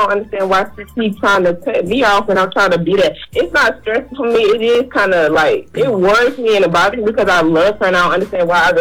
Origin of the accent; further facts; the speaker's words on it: Columbia, South Carolina, United States; I'm from Columbia, South Carolina